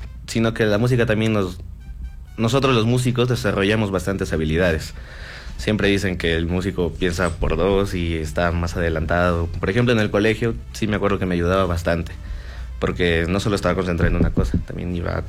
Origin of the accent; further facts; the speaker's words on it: Lima, Peru; born there; Primero empecé a los 5 años tocando clarinete en la banda del colegio Augusto Salazar Bondi. Allá, en Miraflores.